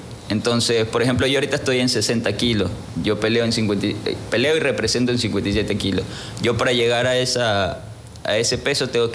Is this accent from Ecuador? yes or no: yes; Ecuador; fuimos algunos ecuatorianos, fuimos como 4 ecuatorianos.